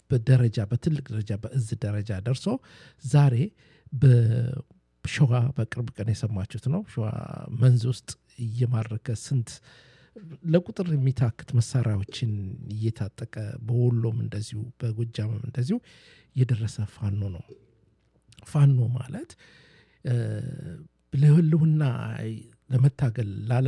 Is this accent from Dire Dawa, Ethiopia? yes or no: yes; Dire Dawa, Ethiopia; አዎ በእርግጥም አማራ ነኝ፣ ግን ንጹህ ኢትዮጵያዊ ነኝ። አማራ ሰውን ደግሞ ድሬዳዋ ተወልጄ አደኩኝ።